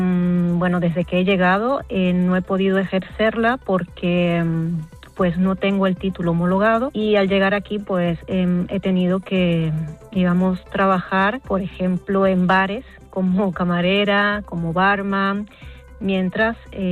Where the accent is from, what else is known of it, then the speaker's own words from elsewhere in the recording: Venezuela; moved away as an adult; now in Barcelona, Spain; Soy de Venezuela, llegué hace aproximadamente unos 4 o 5 años a Barcelona.